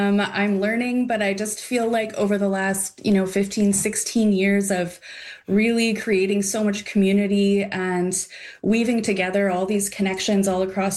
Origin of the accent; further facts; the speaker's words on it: Winnipeg, Manitoba, Canada; here in my hometown of Winnipeg